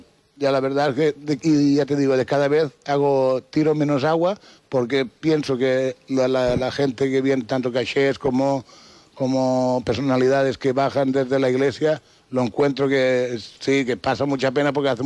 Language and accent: Spanish; Mahón, Balearic Islands, Spain; nosotros hace 63 años que estamos aquí en el pueblo y yo nací ya aquí en Mahón y tal. Y la verdad es que me considero menorquín y de Villacarlos hasta la médula.